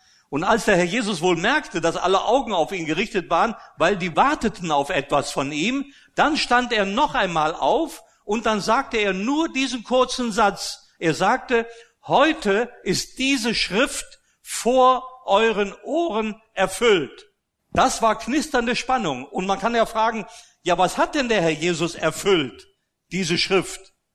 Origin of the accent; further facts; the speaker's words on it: Austria; ich bin ja in Österreich groß geworden, römisch-katholisch